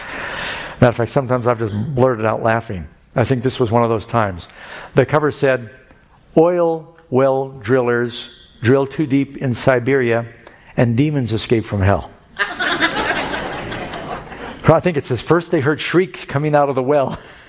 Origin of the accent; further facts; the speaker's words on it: New York City, New York, United States; When I grew up in New York City, we'd walk out of our apartment. We had an incinerator.